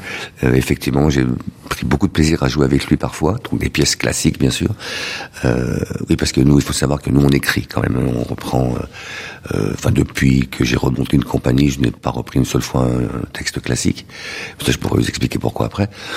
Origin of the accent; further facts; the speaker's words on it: Lyon, Auvergne-Rhône-Alpes, France; il y a un ressenti quand on est lyonnais, qu'on a vécu, enfin qu'on a grandi dans le vieux Lyon au milieu de vieilles personnes.